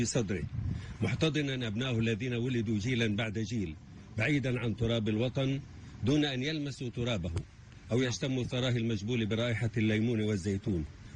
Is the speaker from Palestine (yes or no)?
yes; Palestine; نحن كشعب فلسطيني